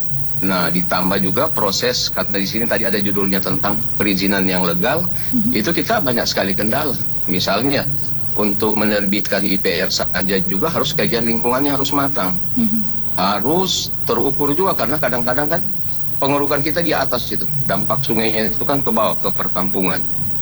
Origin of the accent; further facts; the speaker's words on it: Mamuju, West Sulawesi, Indonesia; karena saya orang Mamuju